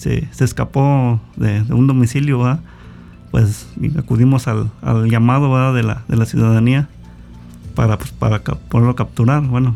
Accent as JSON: {"language": "Spanish", "region": "San Luis Potosí", "country": "Mexico", "said": "Bueno, yo soy de San Luis Potosí."}